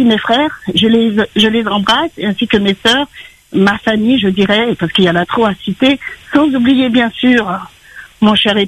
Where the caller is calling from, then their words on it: Sainte-Marie, Réunion; Non, moi je suis de la Réunion.